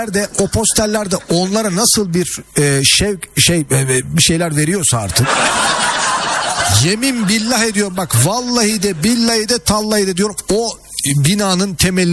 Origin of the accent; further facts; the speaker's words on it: Istanbul, Turkey; Ben dedim İstanbul'da büyüdüm ama. Yani benim de mesela bulunduğum yer köy gibiydi o zamanlar, 80'ler 90'lar falan.